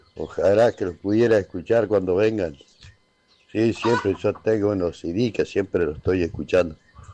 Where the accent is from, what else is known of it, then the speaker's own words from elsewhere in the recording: Alvear, Argentina; soy nacido y criado acá en Alvear, y ya tengo varios abriles